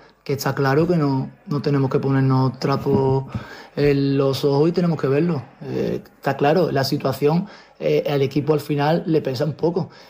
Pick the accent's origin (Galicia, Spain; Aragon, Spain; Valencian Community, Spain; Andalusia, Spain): Andalusia, Spain; Morón de la Frontera; yo soy de Morón y esto me coge muy cerca.